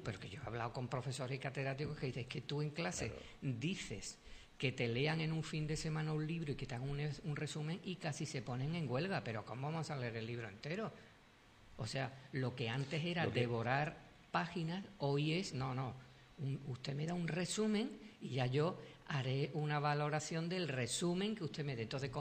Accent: Andalusia, Spain; soy andaluz y también no, me gustaría estar en una terraza.

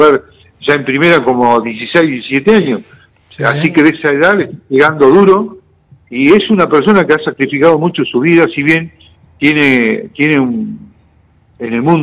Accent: Neuquén, Argentina; Y yo tengo, si yo vengo de Neuquén, en Neuquén tengo en el barrio Melipal tengo un dinosaurio

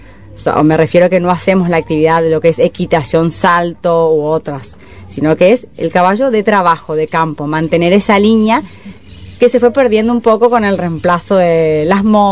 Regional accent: Curuzú Cuatiá, Corrientes, Argentina; moved away; yo soy de Curuzucuatiá, y vinimos yo volví en pandemia, ella vivía acá. Yo había cambiado de trabajo y vine a vivir a Curuzú sin trabajo, sin nada.

